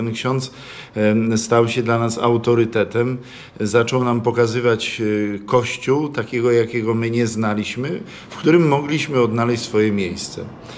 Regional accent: Strońsko, Łódź Voivodeship, Poland; Ja pochodzę z wiejskiej parafii, która znajduje się koło Zduńskiej Woli. To jest parafia Strońsko, kościół romański, niewielki kościółek, bardzo piękna okolica.

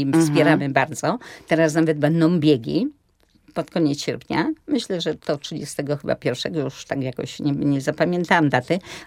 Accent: Łódź, Łódź Voivodeship, Poland; ja z Łodzi, one z Łodzi

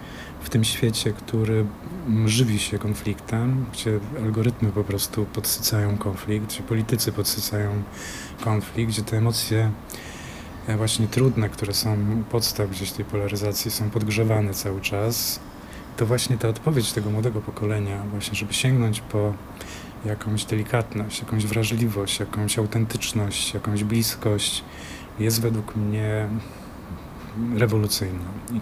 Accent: Ostrowiec Świętokrzyski, Świętokrzyskie Voivodeship, Poland; jakby dla mnie też to było doświadczenie tego wstydu pochodzenia, kiedy zdawałem tutaj na historię sztuki przyjechałem z Ostrowca Świętokrzyskiego w ogóle i nocnym pociągiem na ten egzamin tutaj.

